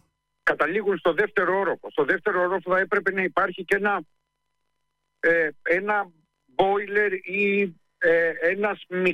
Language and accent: Greek; Patras, Western Greece, Greece; Είχα την μεγαλύτερη τύχη να γεννηθώ στην Πάτρα.